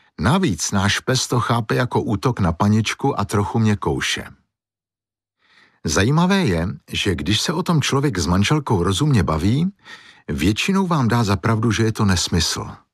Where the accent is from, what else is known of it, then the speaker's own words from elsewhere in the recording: Prague, Czechia; Ale já jsem Pražák, většinu života jsem prožil v Praze